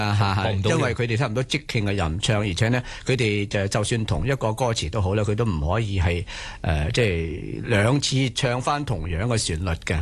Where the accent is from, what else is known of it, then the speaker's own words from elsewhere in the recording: Guangdong, China; 如果係我哋廣府人嚟講咧，就似乎係聽鹹水歌咧，就會係接近啲喎。